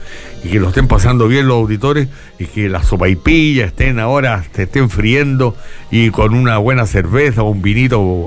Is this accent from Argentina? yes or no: no; Chile; por favor no me digan chilenito, yo soy chileno.